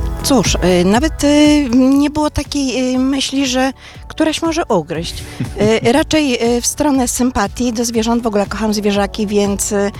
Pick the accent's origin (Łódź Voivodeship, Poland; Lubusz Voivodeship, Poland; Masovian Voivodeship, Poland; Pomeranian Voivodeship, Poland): Masovian Voivodeship, Poland; Warsaw; moved away as an adult; ja w ogóle pochodzę z Warszawy, mieszkam tu od niedawna